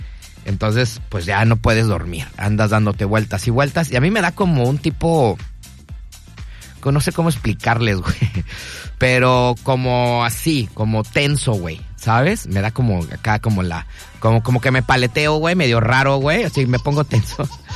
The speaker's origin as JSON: {"language": "Spanish", "country": "Mexico"}